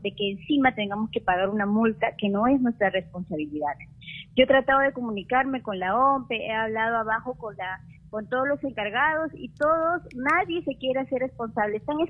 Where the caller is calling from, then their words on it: Lima, Peru; Estoy llamando desde La Molina, desde el Colegio Lizón.